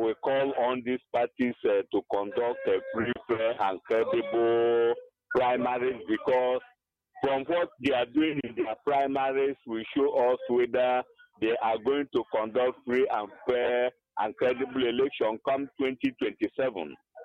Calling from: Enugu, Enugu State, Nigeria; I'm calling from Enugu.

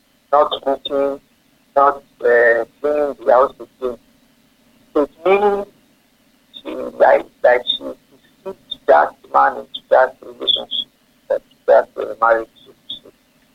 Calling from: Nigeria; from Owuru.

